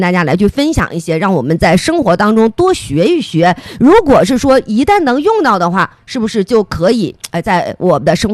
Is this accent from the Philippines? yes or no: no; Northeast China, China